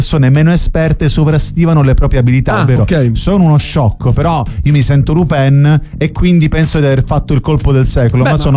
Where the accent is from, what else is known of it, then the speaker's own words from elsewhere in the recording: Rome, Lazio, Italy; vabbè, ma da romana, ma che ce vuole, no?